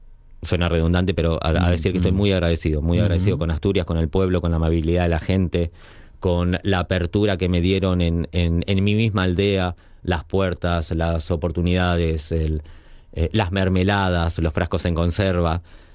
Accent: Argentina; Si bien en Argentina tenemos nuestra Patagonia hermosa, también maravillosa

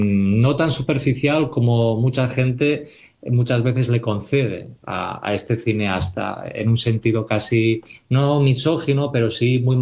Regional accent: Catalonia, Spain; cuanto a razones por las que me empecé a fijar en el norte de España y concretamente en Asturias, siendo catalán.

